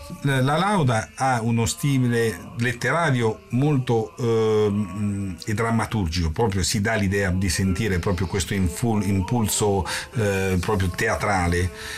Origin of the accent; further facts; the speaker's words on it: Perugia, Umbria, Italy; Veniamo noi da Perugia